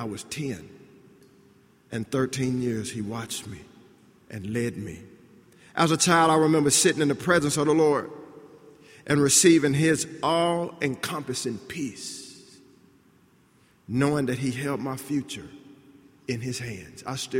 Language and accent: English; Texas, United States; You know, the Cowboys could have drafted me, by the way. I'm from Texas.